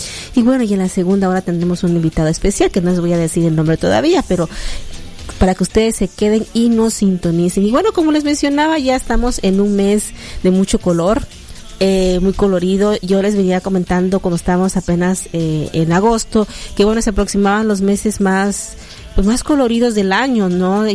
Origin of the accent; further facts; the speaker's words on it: Mexico; now in Tuxtla Gutiérrez, Mexico; así somos los mexicanos de alegres.